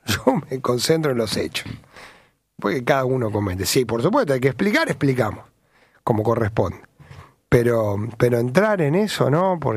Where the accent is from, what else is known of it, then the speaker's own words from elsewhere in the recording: Rosario, Santa Fe, Argentina; No perdamos como rosarino, como ese sentimiento de orgullo por esta ciudad